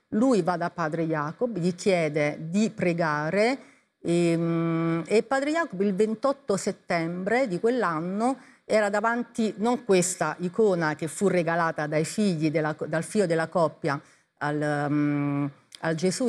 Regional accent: Gaeta, Lazio, Italy; delle signore di Gaeta, io sono di Gaeta, e della mia parrocchia di allora

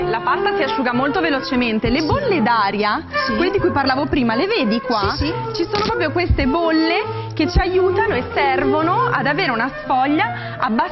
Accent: Bologna, Emilia-Romagna, Italy; Io sono bolognese, mannaggia.

